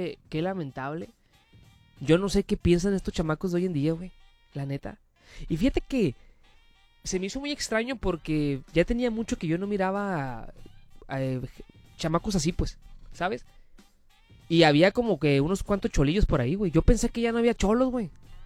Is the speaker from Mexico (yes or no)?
yes; Punta Banda, Baja California, Mexico; soy de Punta Banda, ¿verdad? Allá vivo yo, güey.